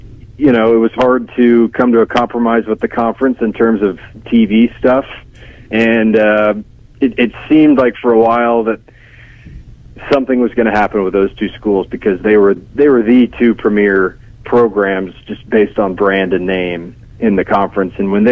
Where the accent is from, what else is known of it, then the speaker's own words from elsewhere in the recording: Dallas, Texas, United States; I grew up in Dallas.